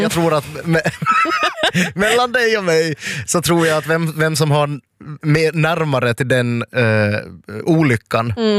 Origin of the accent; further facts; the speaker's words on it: Nykarleby, Ostrobothnia, Finland; jag är alltså från Nykabi